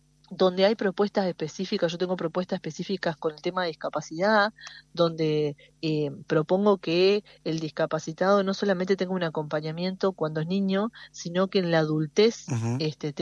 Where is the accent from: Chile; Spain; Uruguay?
Uruguay; como somos los uruguayos, que somos gente que sale de adelante